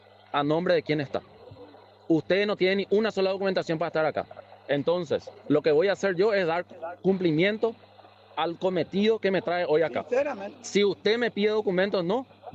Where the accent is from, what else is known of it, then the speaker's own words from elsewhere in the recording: Paraguay; soy tan paraguayo como vos.